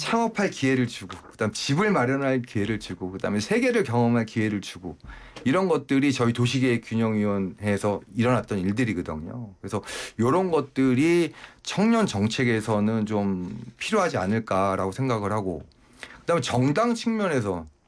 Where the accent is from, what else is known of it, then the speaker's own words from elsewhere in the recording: Chuncheon, Gangwon, South Korea; born there; 시골에 태어나 강원도 춘천에서 태어났어요.